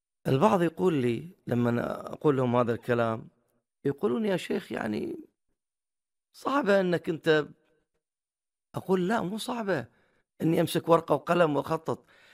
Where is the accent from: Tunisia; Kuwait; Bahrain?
Bahrain; عندنا في البحرين أماكن سياحية جميلة